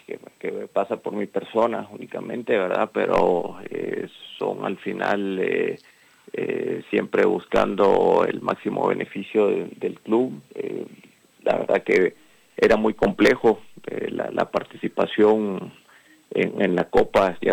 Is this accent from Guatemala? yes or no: yes; Guatemala; born there; also born or lived in Nicaragua; prácticamente estoy cumpliendo 50 años de estar en Guatemala, toda una vida acá. Vine de muy pequeño